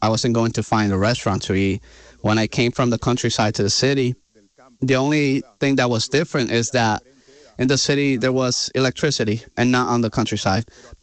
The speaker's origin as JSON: {"language": "English", "town": "Villa Altagracia", "region": "San Cristóbal", "country": "Dominican Republic", "tie": "born or raised there", "said": "I was born in Villa Altagracia, in a place called El Maizar of Villa Altagracia."}